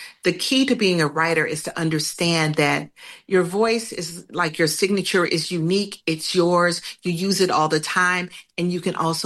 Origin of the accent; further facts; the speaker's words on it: Atlanta, Georgia, United States; When I was growing up in Atlanta, I grew up in an all-black middle-class environment.